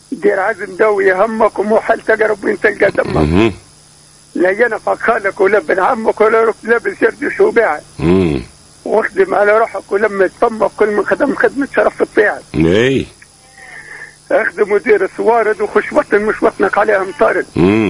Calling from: El Hamma, Gabès Governorate, Tunisia

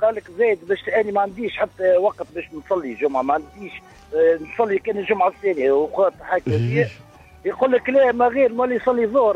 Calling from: Sahline, Monastir Governorate, Tunisia; من سعدين.

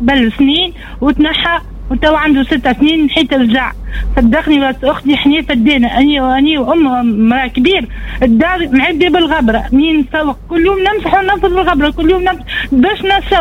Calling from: El Mahrès, Sfax Governorate, Tunisia

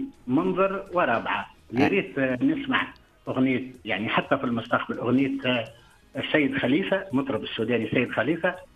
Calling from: Zaghouan, Zaghouan Governorate, Tunisia; نتكلم من زغوان.

